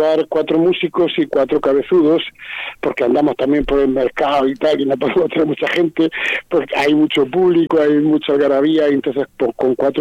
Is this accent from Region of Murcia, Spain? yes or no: yes; Caravaca de la Cruz, Region of Murcia, Spain; En Caravaca, que es de donde yo vengo